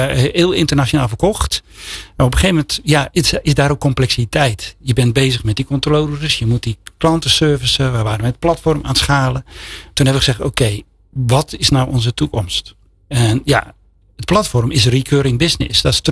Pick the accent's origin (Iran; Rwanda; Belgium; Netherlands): Netherlands; als Nederlander